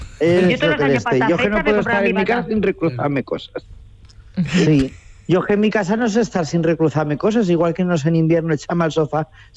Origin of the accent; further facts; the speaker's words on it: Mota del Cuervo, Castilla-La Mancha, Spain; accent: manchego; Yo soy de Mota del Cuervo.